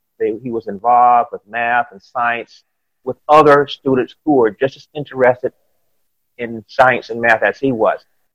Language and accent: English; Lake City, South Carolina, United States; He didn't want to leave Lake City at that time, our hometown, to go up to Virginia